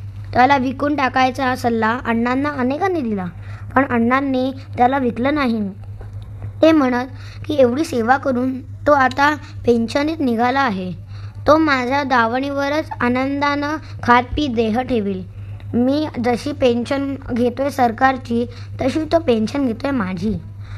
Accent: Dighanchi, Maharashtra, India; मला माझं गाव आठवलं। सांगली जिल्ह्यात आटपाडी तालुक्यातलं दिघंची हे माझं गाव।

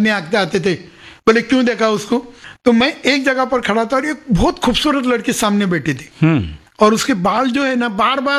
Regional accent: Maharashtra, India; अभी मैं महाराष्ट्र का रहने वाला हूँ

